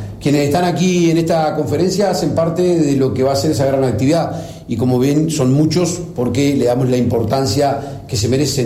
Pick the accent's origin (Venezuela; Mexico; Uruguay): Uruguay; Río Branco, Río Negro; digo porque vengo de Río Branco, en otros lugares es entrega de juguete, música y está pelado.